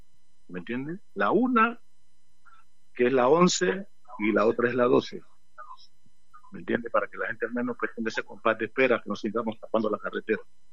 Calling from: Colombia; Yo soy de Zabaleta

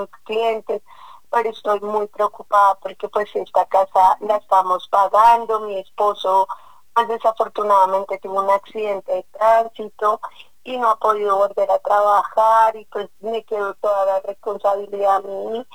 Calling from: Bogotá, Colombia; desde acá, desde Bogotá. Yo vivo en el barrio Alvarizadora Baja.

